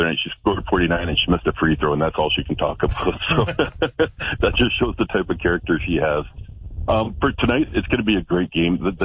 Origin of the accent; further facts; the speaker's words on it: Winnipeg, Manitoba, Canada; I'm from Winnipeg, so I work with Basketball Manitoba there